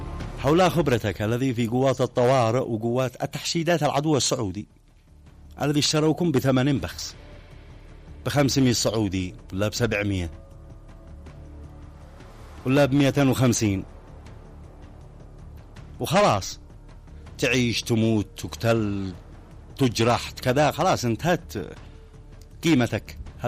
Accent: Yemen; وانت يمني وانا يمني

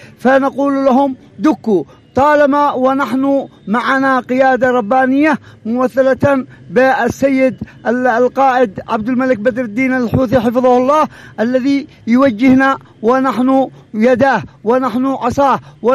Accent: Yemen; نحن يمنيين دمنا واحد وديننا واحد

